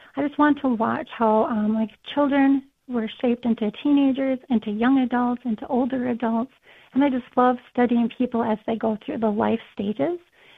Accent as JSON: {"language": "English", "region": "North Dakota", "country": "United States", "tie": "born or raised there", "said": "I grew up actually in Belva, North Dakota, so a really rural city"}